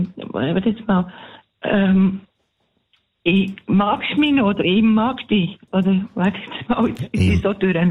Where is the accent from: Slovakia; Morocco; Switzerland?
Switzerland; Bern; Ich bin Bernerin.